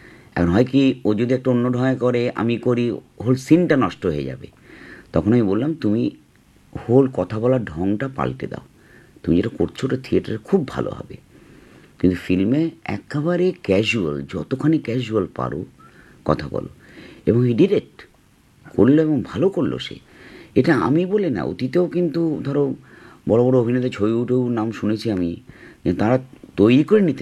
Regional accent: India; সে এখন আমি ভারতীয় লোক

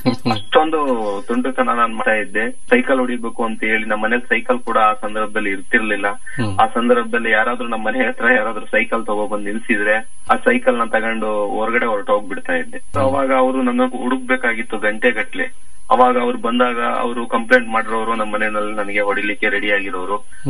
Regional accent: Hosanagara, Karnataka, India; ನಮ್ಮ ಊರು ಹೊಸನಗರ ಅಂತ ಹೇಳಿ ಹಾಸನ ಜಿಲ್ಲೆ ಅರಕಲಗೋಡು ತಾಲೂಕು ಸೇರಿರ್ತಕ್ಕಂತ ಒಂದು ಪುಟ್ಟ ಗ್ರಾಮ ಹೊಸನಗರ ಅಂತ ಹೇಳಿ.

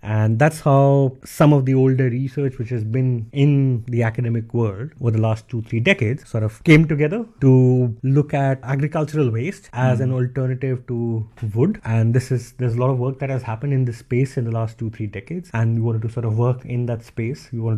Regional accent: Delhi, India; I grew up in Delhi.

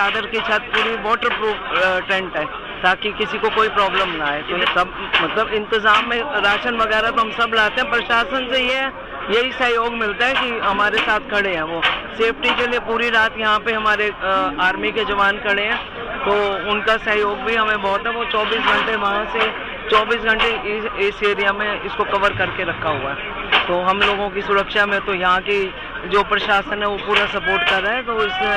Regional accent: Faridabad, Haryana, India; हम सब फरीदाबाद से हैं

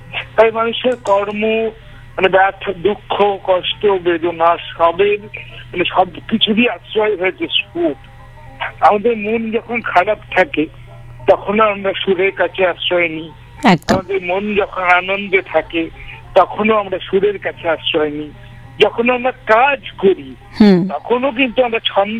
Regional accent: Murshidabad district, West Bengal, India; born there; আমার গ্রামের বাড়ি মুর্শিদাবাদ, মুর্শিদাবাদ জেলার খড়গাম থানার অন্তর্গত নগর গ্রামে

